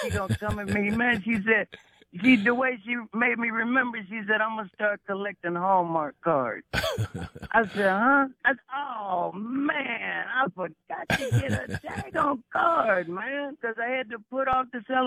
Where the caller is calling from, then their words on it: Florida City, Florida, United States; I'm calling from Florida City, Florida.